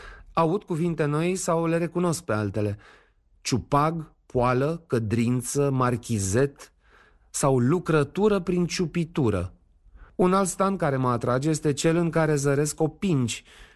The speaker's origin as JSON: {"language": "Romanian", "country": "Romania", "said": "deși sunt român obișnuit cu astfel de imagini, mă uimește transparența și cât de ușoară este"}